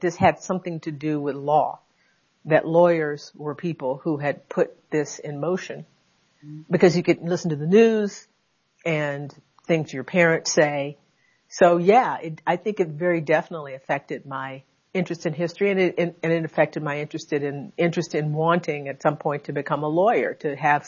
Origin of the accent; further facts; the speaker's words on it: Conroe, Texas, United States; Yeah, at Gordon Reed Elementary School in my hometown. Yes. In Conroe, Texas.